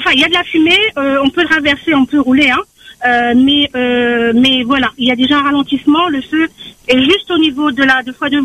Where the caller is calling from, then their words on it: Saint-André, Réunion; je suis à Saint-André